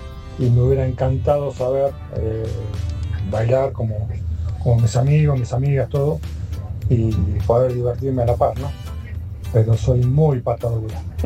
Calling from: Morón, Buenos Aires Province, Argentina; de Morón.

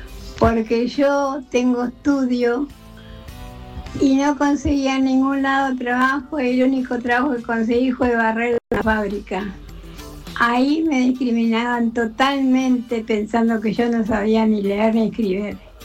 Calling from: Valentín Alsina, Buenos Aires Province, Argentina; de Valentina Alsina.

